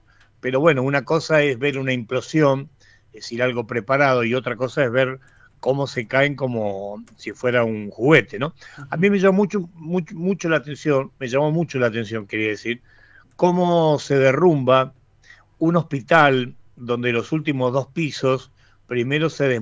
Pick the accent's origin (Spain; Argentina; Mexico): Argentina; San Juan; born there; a mí me tocó muy de pibe vivir los terremotos en San Juan, pero era muy pibe